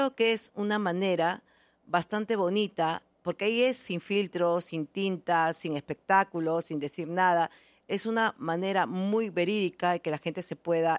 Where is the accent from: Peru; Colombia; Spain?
Peru; Huacho, Lima; yo soy de Huacho.